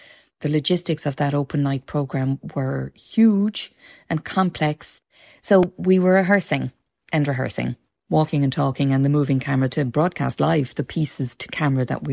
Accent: Dublin, Leinster, Ireland

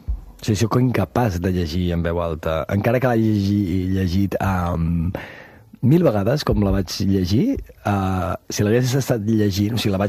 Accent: Verges, Catalonia, Spain; also born or lived in Rupià; La meva infància rural. Pues sí, pues una infància de poble, d'un poble de 1.000 habitants, i a cavall entre el Rupià, que té 200, i pues de llibertat, de comunitat de poble, de gent d'allà, d'influència de l'Empordà

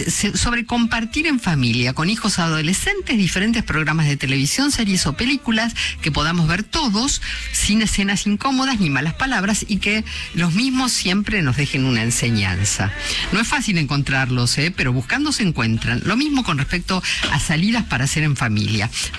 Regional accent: Posadas, Misiones, Argentina

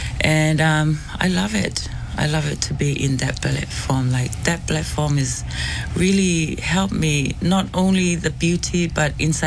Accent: Tonga; moved away; you know how we grew up in Tonga.

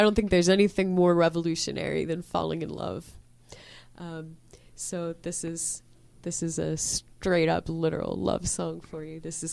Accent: Pennsylvania, United States; I was born in Bloomfield, and then we sort of moved around from house, apartment, over different neighborhoods out in the North Hills suburbs.

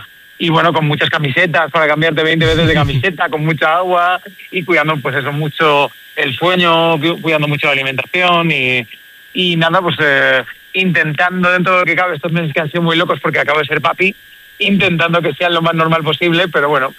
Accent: Valencia, Valencian Community, Spain; En Navidad me bajo a mi tierra, que es Valencia

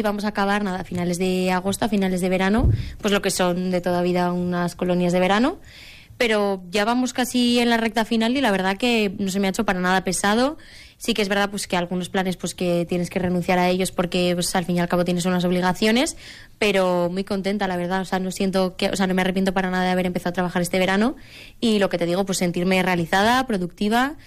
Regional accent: Cella, Aragon, Spain; moved away as an adult; now in Valencia, Spain; Soy de Cella, he vivido toda la vida, pero estudio fuera

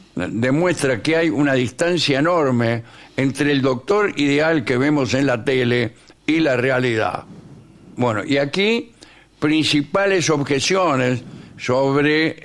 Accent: Baigorrita, Buenos Aires Province, Argentina; yo soy de Baigorrita.

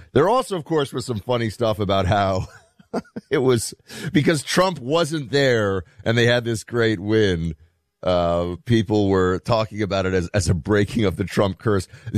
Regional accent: New York, United States; So I look at this guy, not just as a New Yorker

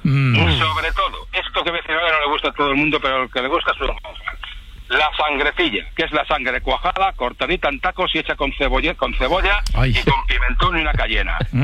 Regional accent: Valladolid, Castile and León, Spain; Yo soy de Valladolid, de capital, ¿vale? De generaciones.

